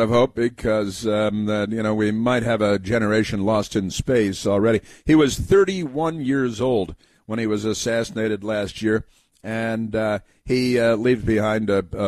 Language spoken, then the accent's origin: English; Illinois, United States; He grew up north and west of Chicago, not far from where I did most of my growing up, and it's where regular people come from, at least a lot of them.